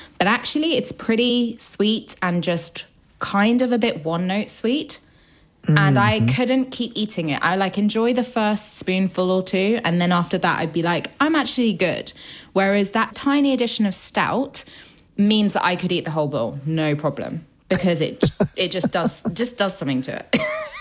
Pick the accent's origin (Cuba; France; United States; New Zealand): France; Paris, Île-de-France; which is also in the book because I grew up in Paris, is a French chicory and walnut and blue cheese salad.